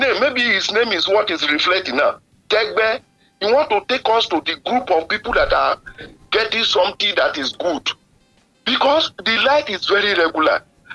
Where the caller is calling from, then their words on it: Ibadan, Oyo, Nigeria; I'm calling from Olodo.